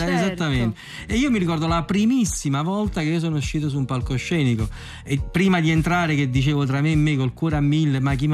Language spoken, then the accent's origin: Italian; Naples, Campania, Italy; Ma io sono del Rione Sanità, e quindi vengo da una Rione molto tradizionale.